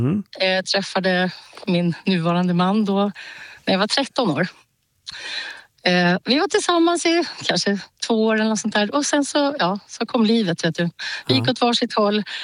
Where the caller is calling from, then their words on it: Nyköping, Södermanland, Sweden; jag är från Nyköping